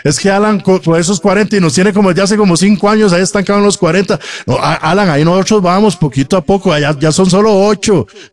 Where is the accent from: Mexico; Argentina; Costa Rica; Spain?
Costa Rica; moved away; cuando yo me fui de Costa Rica en el año 88